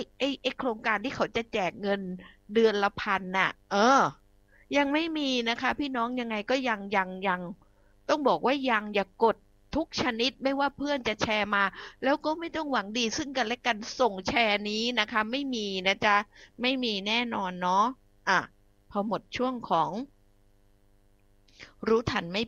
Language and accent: Thai; Phuket, Thailand